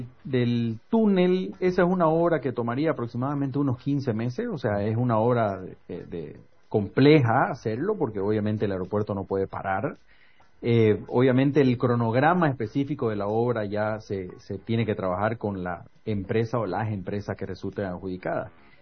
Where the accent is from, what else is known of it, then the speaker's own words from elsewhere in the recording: Santa Cruz de la Sierra, Santa Cruz, Bolivia; nosotros como cruceños